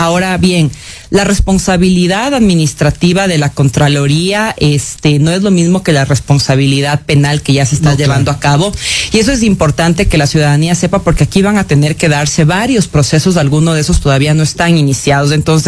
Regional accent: Ecuador

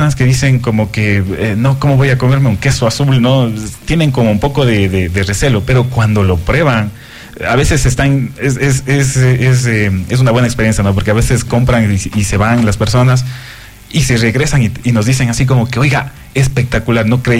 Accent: Cuenca, Azuay, Ecuador; Somos cuencanos, la verdad. Así que con esa experiencia un poco conociendo, la somos de aquí.

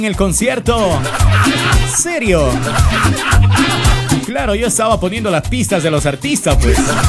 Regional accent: Ecuador; como buenos ecuatorianos, dejamos todo para el UL.

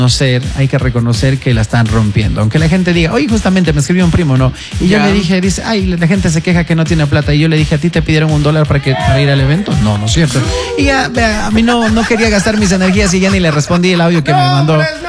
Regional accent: Ecuador

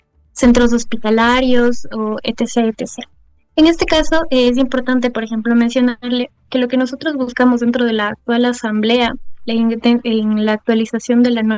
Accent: Ecuador; todos nosotros como ecuatorianos tenemos la posibilidad de presentarnos frente a la Asamblea, dado que somos ecuatorianos

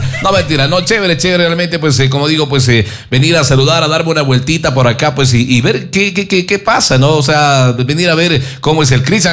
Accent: Ecuador; yo soy ecuatoriano.

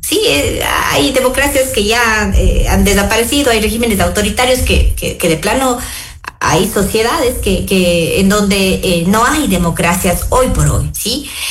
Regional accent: Ecuador; como ecuatorianos, pues merecemos no merecemos esas esperanzas ciegas

